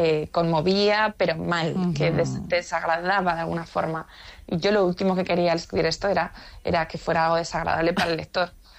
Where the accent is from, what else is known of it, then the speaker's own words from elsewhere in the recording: Zaragoza, Aragon, Spain; Porque, bueno, yo soy de Zaragoza, pero de hecho le ponen en esto de mi libro.